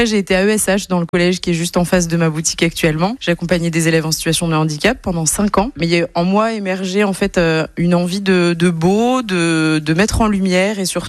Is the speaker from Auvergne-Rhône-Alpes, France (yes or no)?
no; Anglet, Nouvelle-Aquitaine, France; j'ai 38 ans et je suis d'Anglette.